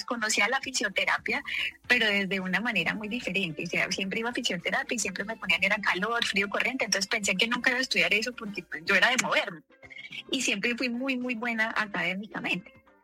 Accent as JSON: {"language": "Spanish", "region": "Bogotá", "country": "Colombia", "tie": "born or raised there", "said": "Yo nací en Bogotá, en un hogar donde tuve pues una mamá cristiana, una mamá que me enseñaba a amar a Jesús, y un papá muy católico"}